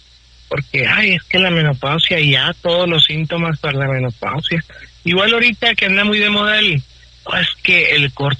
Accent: Mexico; Nosotros como mexicanos

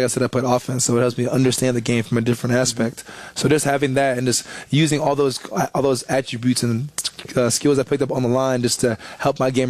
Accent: Crandall, Texas, United States; Yeah, so Crandall, Texas is about 25 minutes east of downtown Dallas. And it's a smaller town. It's growing now, but it's a smaller town.

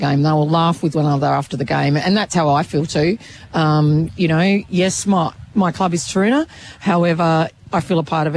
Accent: Hobart, Tasmania, Australia; I grew up in Tassie. So I grew up in Hobart, predominantly Hobart, but I've worked across the state.

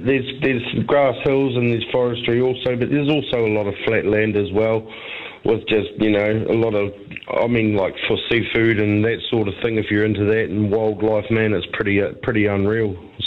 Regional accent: Southland, New Zealand; I'm from Southland, so we keep our cards pretty close to our chest, man.

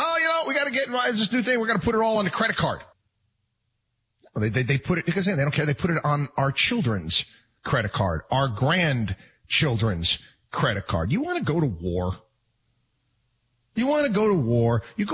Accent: New York, United States; I'm sorry. I grew up in New York. And there's a lot of government buildings in the state of New York that are just plain ugly.

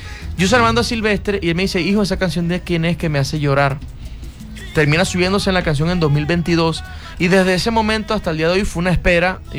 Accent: Colombia; Yo soy un híbrido. Entre un vallenato y un barranquillero. Y digo que yo soy vallequillero.

